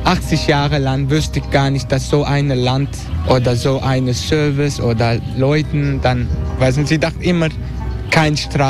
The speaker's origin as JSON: {"language": "German", "country": "Netherlands", "tie": "born or raised there", "second_language": "German", "said": "ich bin aufgewachsen in Holland und durch habe ich hier wegen Gästelächen gelernt."}